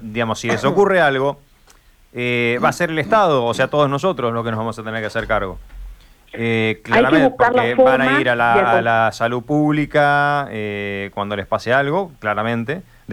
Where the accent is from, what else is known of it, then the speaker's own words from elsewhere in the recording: Argentina; somos la sociedad argentina, no somos Estados Unidos